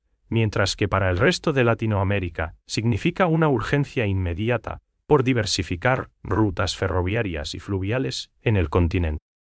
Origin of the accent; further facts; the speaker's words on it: Paraguay; Para nosotros en Paraguay